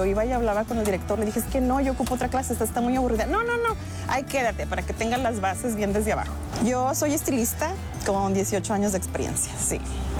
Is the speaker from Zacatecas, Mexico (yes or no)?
yes; Sombrerete, Zacatecas, Mexico; moved away as an adult; also born or lived in San Francisco, California; now in Richmond, United States; soy originaria de Sombrerete, Zacatecas, pero originaria de aquí también. Yo crecí en Sombrerete, pero nací en San Francisco, California. Cuando llegué aquí, empecé a ir a la escuela